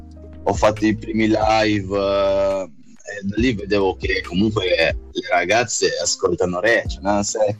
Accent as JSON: {"language": "Italian", "town": "Manila", "region": "Metro Manila", "country": "Philippines", "said": "Io sono di origine filippina, sangue filippino, vengo da Manila."}